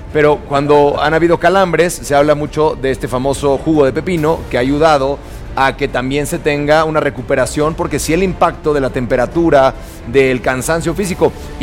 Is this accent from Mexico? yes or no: yes; Mexico; Yo voy a decir una cosa como mexicano, ¿no? Los mexicanos no necesitamos Viagra para jugar en la altura